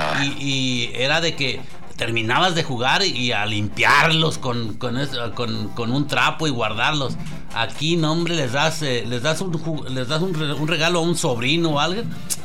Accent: East Los Angeles, California, United States; Yo soy from East LA.

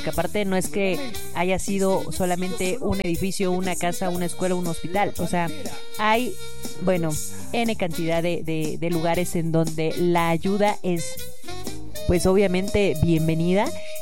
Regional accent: Mexico; yo creo que nosotros como mexicanos en algún momento, ¿no?, hemos pasado por alguna situación similar

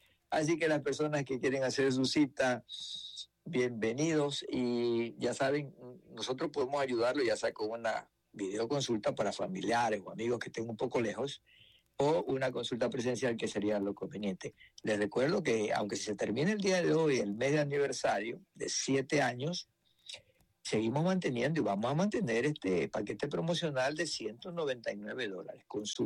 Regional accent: Ecuador; now in Grand Rapids, United States; muchas personas que saben que soy de Ecuador

